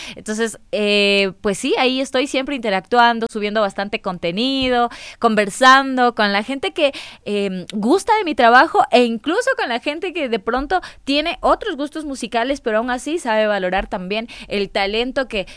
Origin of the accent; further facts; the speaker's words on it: Quito, Pichincha, Ecuador; Yo soy quiteñísima